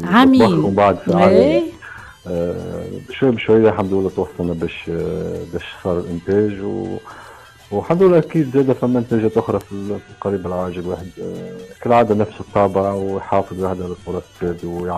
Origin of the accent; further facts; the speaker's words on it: Tunisia; هي تحية لمسقط رأسي ومنطقة سيد حمادة.